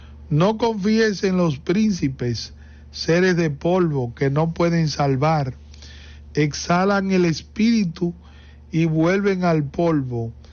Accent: Carlos Díaz, Santiago, Dominican Republic; a todos los de mi pueblo natal, Carlos Díaz.

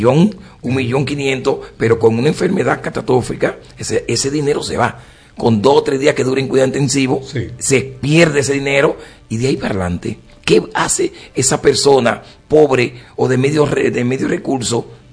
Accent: Dominican Republic

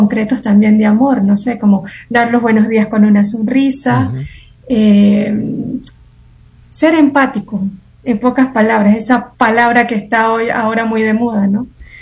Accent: Venezuela; Hay 2 de El Salvador, 1 de Brasil, 1 argentina, 1 de Costa Rica y yo, que soy venezolana.

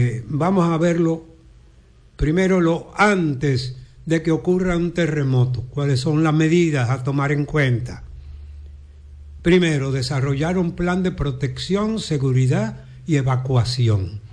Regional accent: Dominican Republic; ¿Cuántos somos los dominicanos?

